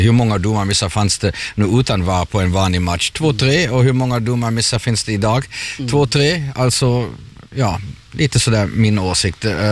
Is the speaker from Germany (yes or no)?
yes; Germany; de flesta vet att jag är tysk